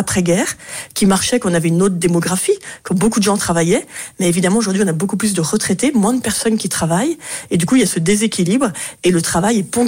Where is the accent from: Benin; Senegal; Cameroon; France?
France; Paris, Île-de-France; moi, je suis parisienne